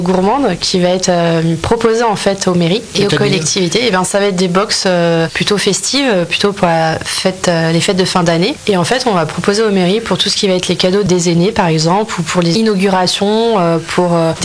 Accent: Châteauneuf-Val-de-Bargis, Bourgogne-Franche-Comté, France; j'ai grandi à la campagne, j'ai grandi à Châteauneuf-Val-de-Bergis, notamment.

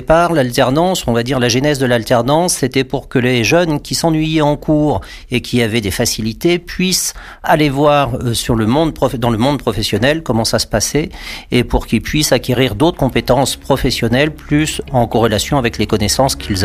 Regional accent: Centre-Val de Loire, France; Un département, on va dire, très vert, joli, et puis qui change de mon pays d'origine, ou mon département d'origine, qui est le 37, l'Indre-et-Loire.

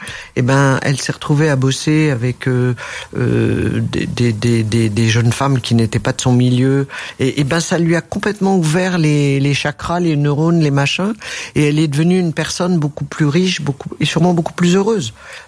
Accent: France; born there; Je suis née en France, femme

